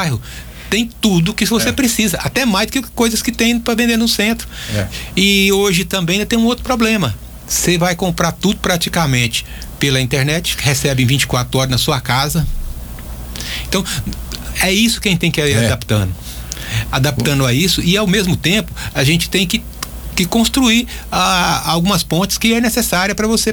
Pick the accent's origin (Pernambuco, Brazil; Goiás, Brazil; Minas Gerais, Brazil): Goiás, Brazil; born there